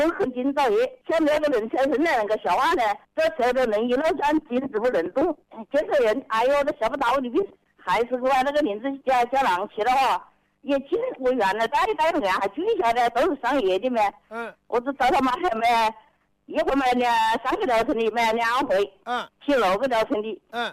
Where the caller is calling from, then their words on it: Wuhan, Hubei, China; 我是蔡甸镇蔡甸街的人。